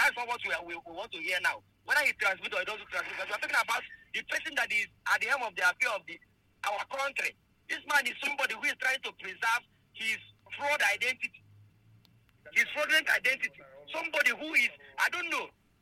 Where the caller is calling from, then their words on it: Enugu, Enugu State, Nigeria; I come from Enugu.